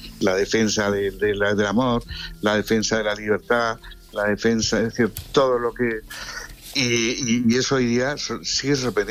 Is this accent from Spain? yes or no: yes; Madrid, Community of Madrid, Spain; born there; Pero soy también, al mismo tiempo, el único que es de Madrid. Yo nací en Madrid.